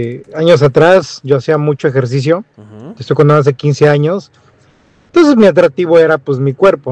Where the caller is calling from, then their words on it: Cuernavaca, Morelos, Mexico; acudía yo mucho a un grupo de baile aquí en Cuernavaca.